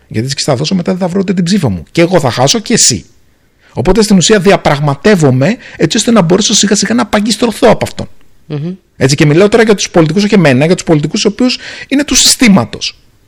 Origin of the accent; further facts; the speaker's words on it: Greece; now in Singapore; εγώ είμαι ένας Έλληνας ο οποίος ζει στη Σιγκαπούρη, λειτουργώ από εκεί.